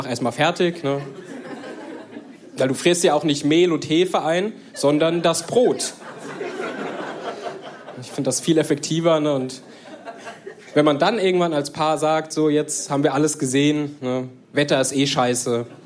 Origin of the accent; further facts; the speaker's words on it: Germany; born there; also born or lived in Ethiopia; Ich wurde adoptiert, so schon vor längerem. Und ich komme eigentlich aus Äthiopien und bin ungefähr mit einem halben Jahr hier in Deutschland angekommen.